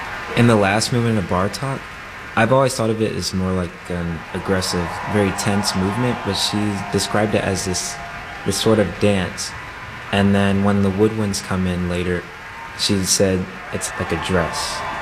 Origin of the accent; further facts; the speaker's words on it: Memphis, Tennessee, United States; I'm from Memphis, Tennessee, and I play the viola.